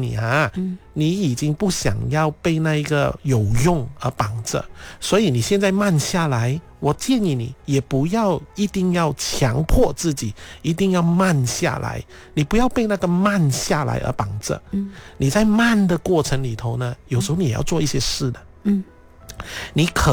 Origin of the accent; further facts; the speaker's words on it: Guangdong, China; first language Cantonese; 可能你是福建话的，我是广东话的